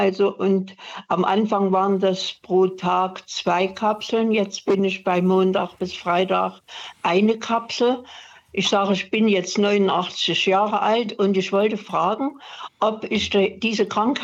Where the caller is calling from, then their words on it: Chemnitz, Saxony, Germany; Ja, ich rufe aus Chemnitz an.